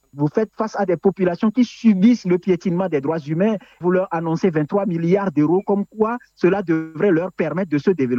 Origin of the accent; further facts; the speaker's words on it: Togo; au Togo, puisque je suis togolais